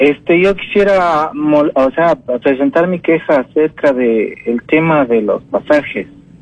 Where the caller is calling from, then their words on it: Quito, Pichincha, Ecuador; yo le hablo por el norte de Quito. Salimos de aquí de San Antonio, en la ruta a Carapungo